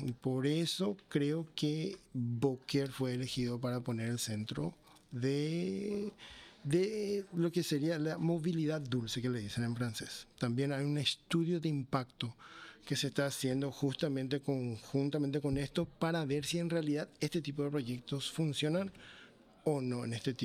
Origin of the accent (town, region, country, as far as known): Paraguay; moved away; also born or lived in United States